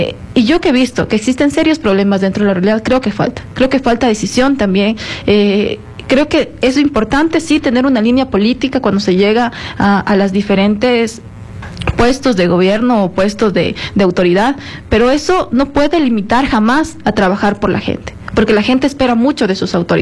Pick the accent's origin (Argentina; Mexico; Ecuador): Ecuador; Quito, Pichincha; Yo soy quiteña, yo soy de Calderón, soy de la ruralidad